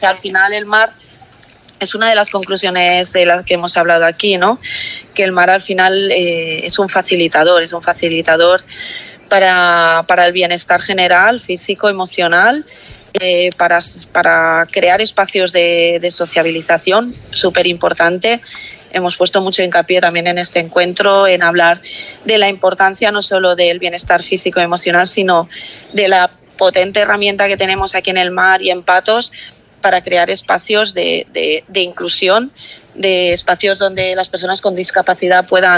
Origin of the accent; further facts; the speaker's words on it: Asturias, Spain; Te hablo en castellano porque soy asturiana